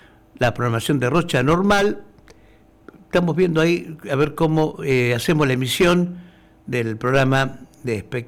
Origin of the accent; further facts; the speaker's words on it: Buenos Aires Province, Argentina; born there; Mis queridos padres, allí, muy cerquita de donde yo nací, justamente.